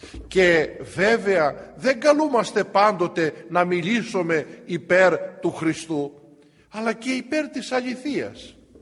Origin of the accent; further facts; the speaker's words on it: Greece; Σε ορθόδοξη χώρα να μην τολμούμε?